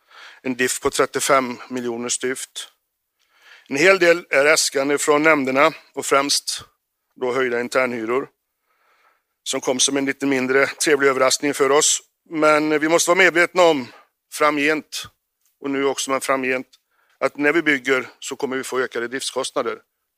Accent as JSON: {"language": "Swedish", "town": "Arentorp", "region": "Västra Götaland County", "country": "Sweden", "said": "Och jag har lärt mig när jag säger att jag är från Varan. Det är jag ju inte för jag är från Arentorp."}